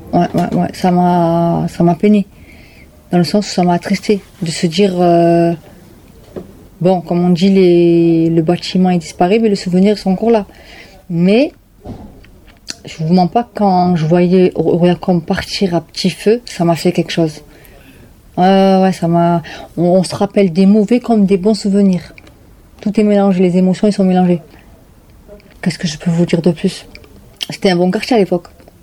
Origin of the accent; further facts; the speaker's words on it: Toulouse, Occitanie, France; 35 ans. Maman, trois enfants. J'ai grandi à la Reinerie. Quand je suis née à la Reinerie, on va dire, plutôt.